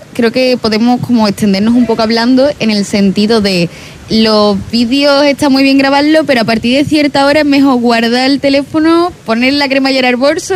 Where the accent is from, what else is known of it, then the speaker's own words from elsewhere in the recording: Huelva, Andalusia, Spain; como buena onubense que soy, de principios onubense